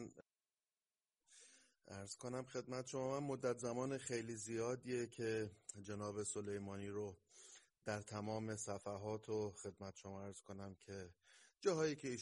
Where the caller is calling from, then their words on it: Iran; ما ایرانی هستیم